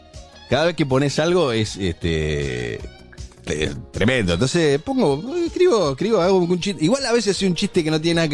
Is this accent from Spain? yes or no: no; Argentina; vos como argentino te adelantás a todo, somos supervivientes.